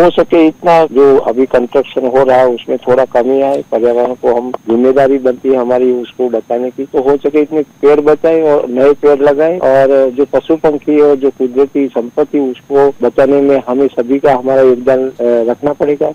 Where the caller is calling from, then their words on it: Patan district, Gujarat, India; मेरे गांव का नाम डेर, तहसील जिला पाटन, गुजरात से।